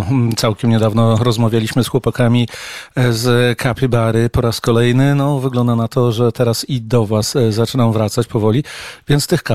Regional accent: Recovered Territories, Poland; No ja pochodzę z tych ziem wyzyskanych, gdzie jest wiele zwierzaków.

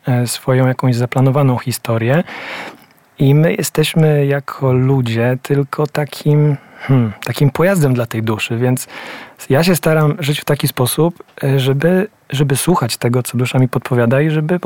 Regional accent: Lubiewo, Kuyavian-Pomeranian Voivodeship, Poland; also born or lived in Tuchola / Bydgoszcz; Urodziłem się w Tucholi. Pierwsze kilkanaście lat swojego życia spędziłem w takiej małej miejscowości nieopodal, w Lubiewie.

